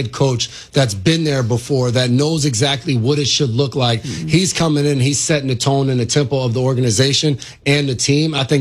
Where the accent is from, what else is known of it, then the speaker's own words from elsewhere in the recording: Nyack, New York, United States; I remember seeing him growing up in Nyack